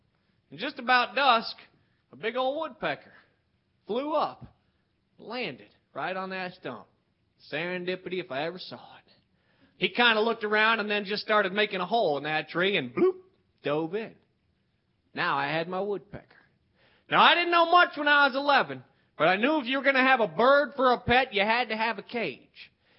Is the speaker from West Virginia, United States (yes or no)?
yes; West Virginia, United States; But I grew up here in West Virginia